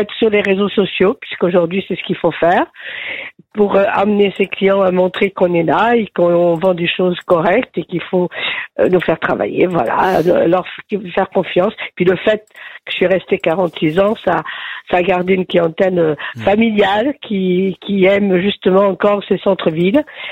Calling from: Yerres, Île-de-France, France; je suis à Hyères dans l'Essonne.

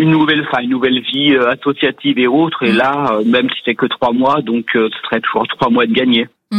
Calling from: Beaufort-en-Vallée, Pays de la Loire, France; Beaufort-en-Vallée dans le Maine-et-Loire

